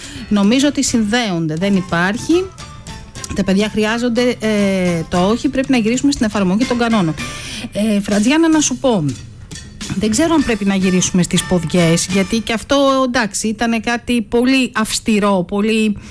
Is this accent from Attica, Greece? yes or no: yes; Athens, Attica, Greece; και εγώ που μεγάλωσα στην Αθήνα, αλλά οι γονείς μου είναι από επαρχία